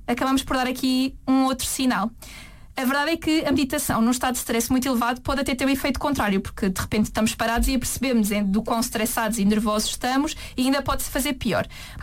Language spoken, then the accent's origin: Portuguese; Lisbon, Portugal; moved away as an adult; now in Faro, Portugal; vim viver para Faro, sou de Lisboa